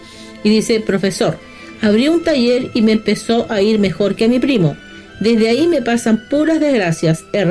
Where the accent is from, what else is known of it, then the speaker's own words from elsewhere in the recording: Cauquenes, Maule, Chile; nací el 14 de marzo y soy de Cauquenes.